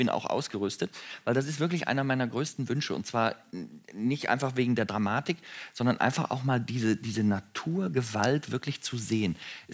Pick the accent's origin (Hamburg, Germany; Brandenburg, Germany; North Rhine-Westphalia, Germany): North Rhine-Westphalia, Germany; ich bin ja hier in Nordrhein-Westfalen aufgewachsen